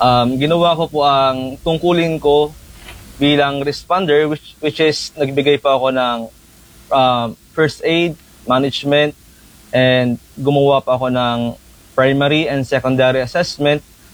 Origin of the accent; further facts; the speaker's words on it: Bulan, Bicol Region, Philippines; agad na po ako na umuwi sa amin sa bayan namin sa Bulan, Sorsogon, which is 54 kilometers away from